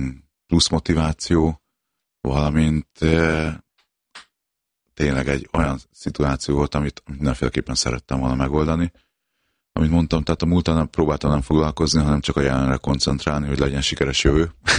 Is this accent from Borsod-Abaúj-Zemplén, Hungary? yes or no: no; Nyíregyháza, Szabolcs-Szatmár-Bereg, Hungary; nyíregyháziként